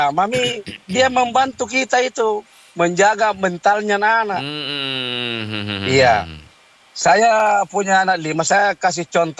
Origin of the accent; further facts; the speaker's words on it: South Sulawesi, Indonesia; Tapi selebihnya itu lebih banyak yang katakan bahwa adanya sirik napace sebagai budaya kita Bugis Makassar, itu bisa menyelamatkan kita.